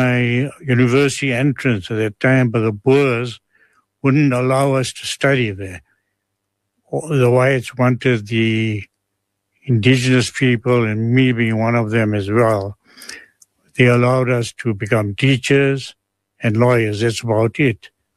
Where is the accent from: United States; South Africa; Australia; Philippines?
South Africa; Johannesburg, Gauteng; born there; I was born in Johannesburg, be more precise, Cliptown. And I grew up in a family of 12 children